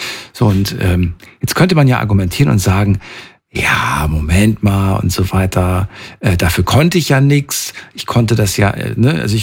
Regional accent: North Rhine-Westphalia, Germany; Ich komme aber auch aus NRW.

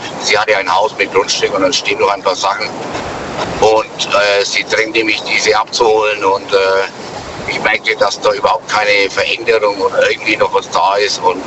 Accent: Nuremberg, Bavaria, Germany; Also ich komme aus Nürnberg und Nürnberg gehört nicht zu Bayern.

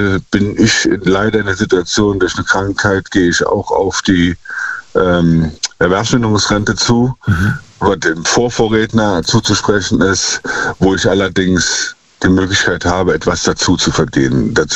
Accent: Rhineland-Palatinate, Germany; Auch aus der Nähe von Mayen. Nicht direkt aus Mayen wie der Vorredner, aber aus der Nähe von Mayen.

